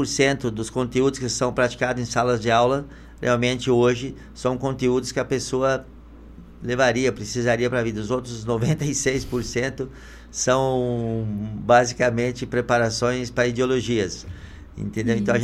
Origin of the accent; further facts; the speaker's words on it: Rio Grande do Sul, Brazil; born there; also born or lived in Vilhena; now in Cuiabá, Brazil; Eu nasci no Rio Grande do Sul. Morei 20 e poucos anos em Vilhena, Rondônia. Agora moro em Mato Grosso, Cuiabá.